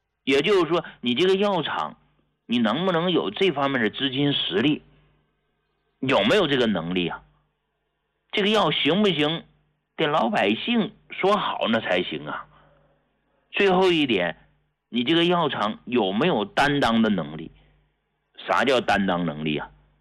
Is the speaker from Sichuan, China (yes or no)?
no; Hegang, Heilongjiang, China; moved away as an adult; also born or lived in Harbin; now in Beijing, China; 我是从农村来的啊，黑龙江鹤岗市一个农村走出来的这么个人。